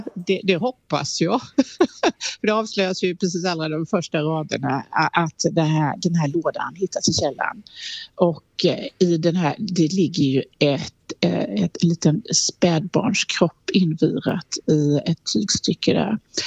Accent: Harplinge, Halland County, Sweden; jag är ju från Harplinge, pappa från Harplinge och mamma från Steninge, så att jag har ju mina rötter här och jag har ju sommarstuga i Haverdal

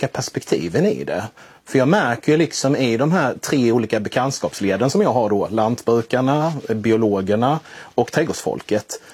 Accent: Blekinge, Sweden; Jag brukar säga liksom att jag är född i det. Jag är lantbrukarson från Blekinge.

